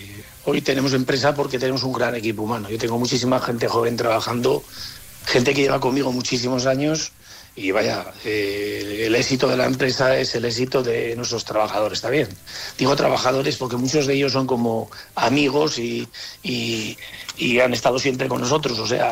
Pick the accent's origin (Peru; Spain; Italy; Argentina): Spain; La Rioja; Somos riojanos, siempre lo llevamos en todos los lados